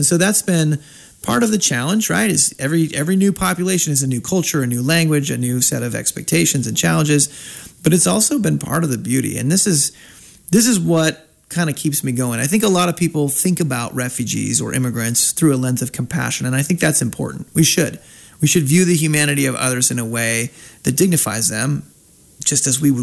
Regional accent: United States; born there; as an American born person

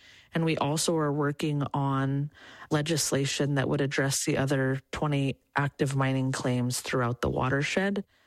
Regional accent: Clark's Point, Alaska, United States; my grandmother was Muntjoc, and I was raised with her in Clark's Point in Bristol Bay.

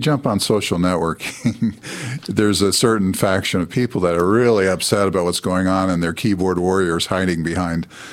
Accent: Indianapolis, Indiana, United States; moved away; I come from Indianapolis, so with 2 million people and counting, that area is growing. Mm-hmm. Central Indiana is growing.

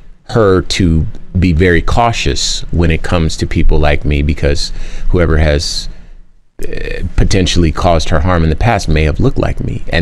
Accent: Compton, California, United States; I've lived a life that I You know, I'm from Compton.

